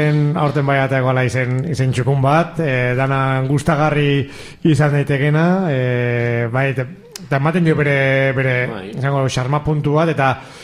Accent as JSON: {"language": "Basque", "town": "Zarautz", "region": "Basque Country", "country": "Spain", "tie": "born or raised there", "said": "Zarauztar askok bizi izan duguna txikitan"}